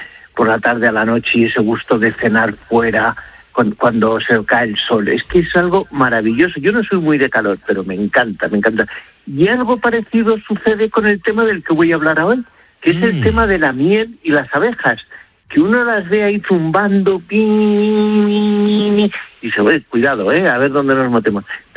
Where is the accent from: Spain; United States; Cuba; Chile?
Spain; Castile and León; él era de cerca de mi pueblo, era de Piedrahíta